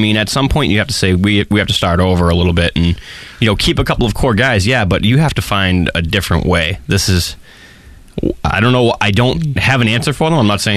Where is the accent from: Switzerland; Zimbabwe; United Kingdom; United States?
United States; Boston, Massachusetts; So obviously, growing up in Boston, I've been to the Garden and the Fleet Center.